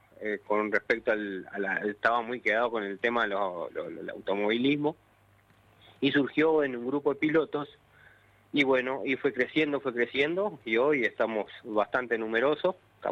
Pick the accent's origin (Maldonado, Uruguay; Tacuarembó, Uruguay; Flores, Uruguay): Tacuarembó, Uruguay; also born or lived in Paraguay; now in Misiones, Argentina; Yo soy del centro del país, de Tacuarembó.